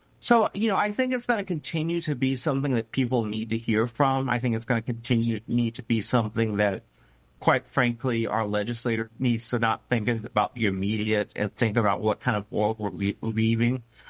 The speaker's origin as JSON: {"language": "English", "region": "South Carolina", "country": "United States", "tie": "born or raised there"}